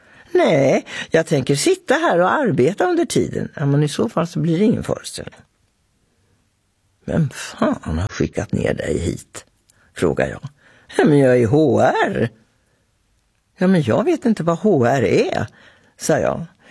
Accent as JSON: {"language": "Swedish", "town": "Linköping", "region": "Östergötland", "country": "Sweden", "said": "Jag är från Linköping, han från Grisslehamn."}